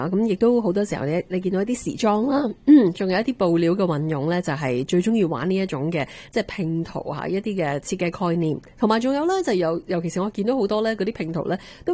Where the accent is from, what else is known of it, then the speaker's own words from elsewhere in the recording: Canada; 我哋加拿大人